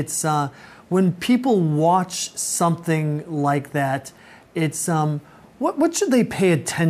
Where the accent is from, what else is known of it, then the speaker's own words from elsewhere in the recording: Chicago, Illinois, United States; Yeah, I'm from the south side too, so we share something in common.